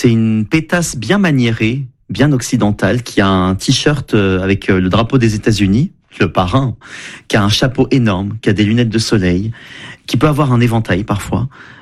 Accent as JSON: {"language": "French", "country": "Lebanon", "said": "Bien sûr, on est Libanais"}